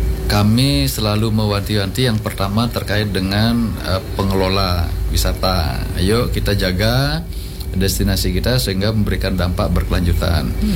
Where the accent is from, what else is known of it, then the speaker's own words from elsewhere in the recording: Lampung, Indonesia; born there; also born or lived in Nusa Penida, Bali; walaupun saya orang Bali gitu, orang tua yang dari Bali, saya lahir di Lampung, kira-kira gitu. Saya lahir di Lampung. Kampung saya di Bali itu, di Nusa Penida itu, Nusa Lembongan